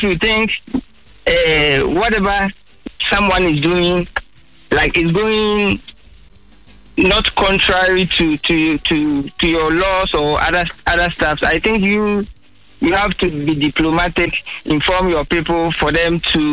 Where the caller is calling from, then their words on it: Ghana; I'm calling from Tech.